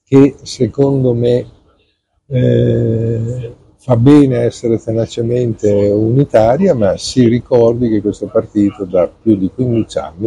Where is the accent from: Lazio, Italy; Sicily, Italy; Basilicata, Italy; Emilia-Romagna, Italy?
Emilia-Romagna, Italy; Bologna; io sono un bolognese.